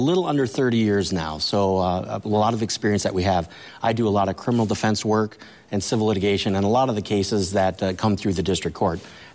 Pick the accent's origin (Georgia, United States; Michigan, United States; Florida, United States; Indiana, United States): Michigan, United States; So I grew up right here in Marquette County. Basically born and raised, the biggest part of it is, what can I give back to the community here in Marquette?